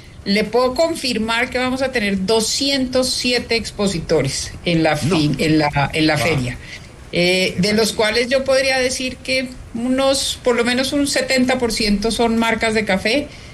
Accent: Colombia; debería ser lo que todo el mundo como colombiano debería soñar

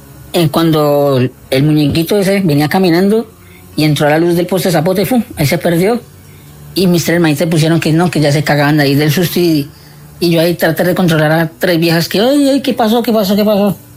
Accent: Cali, Valle del Cauca, Colombia; Vivíamos en una casa de tres pisos aquí en Cali, en el barrio Guaval.

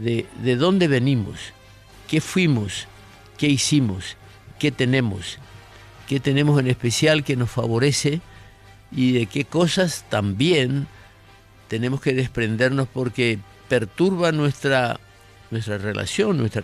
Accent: Paraguay; somos todos paraguayos

